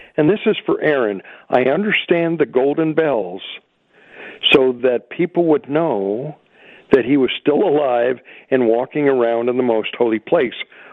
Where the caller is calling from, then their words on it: Smith River, California, United States; I'm from Mendocino. Smith River, California.